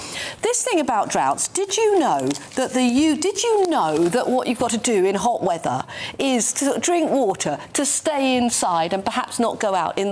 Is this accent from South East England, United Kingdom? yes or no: no; Leigh-on-Sea, East of England, United Kingdom; so Thames Estuary, you know, obviously, I'm from Lyon-Sea.